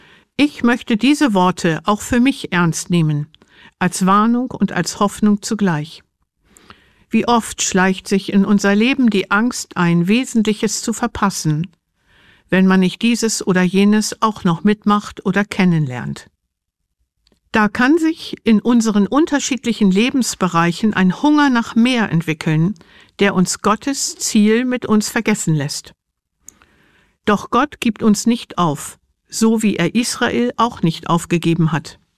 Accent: Northern Germany, Germany; Als Norddeutsche sind mir Weinberge und Weinanbau eher fremd.

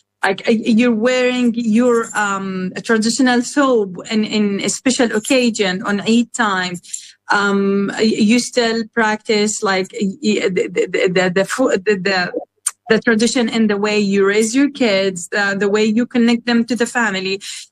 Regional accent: Gaza Strip, Palestine; now in Canada; the Gazan, citizen, the ID, I'm not being able, even if I'm Canadian, I'm not able to visit the Masjid al-Aqsa.

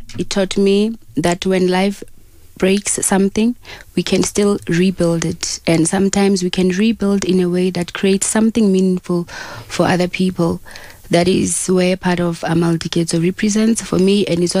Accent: Bloemfontein, Free State, South Africa; I'm actually from Bloemfontein, meaning I'm from Free State. Mpumalanga, I was just passing by and I fell in love with the place.

